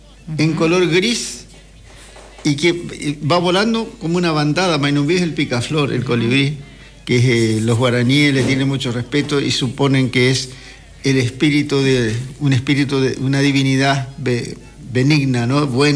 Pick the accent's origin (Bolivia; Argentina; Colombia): Argentina; Entre Ríos; now in Corrientes, Argentina; Somos de la, si bien yo soy entrerriano, pero hace 58 años que soy correntino. La mayor parte de mi vida la he pasado ahí.